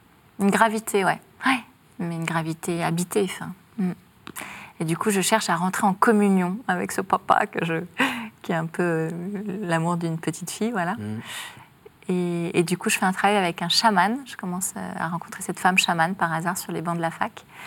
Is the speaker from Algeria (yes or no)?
no; Paris, Île-de-France, France; je suis une parisienne, très parisienne, assez mondaine.